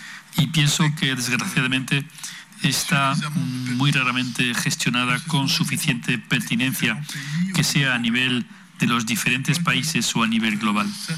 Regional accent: Lebanon; moved away; Yo, que crecí en el Líbano, sé algo de eso un poco.

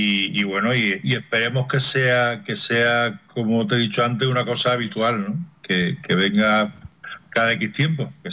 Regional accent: Spain; que somos españoles, que somos españoles, que somos españoles.

